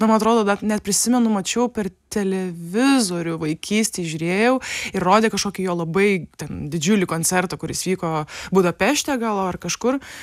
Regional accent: Ringaudai, Kaunas County, Lithuania; Aš užaugau Kauno rajone, Ringaudų kaime, vis dar kaimas kaitas, ačiū Dievui.

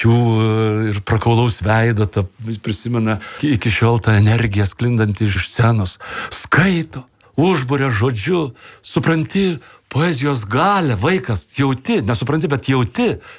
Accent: Tauragė County, Lithuania; aš gimiau Tauragės rajone prie pat mažosios Lietuvos sienos. Ir mūsų bendruomenėje buvo dalis katalikų, dalis evangelikų

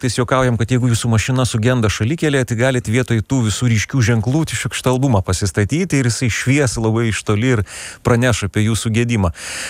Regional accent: Vilnius, Vilnius County, Lithuania; born there; aš esu vilnietis, gimęs Vilniuje, mano tėvai vilniečiai.

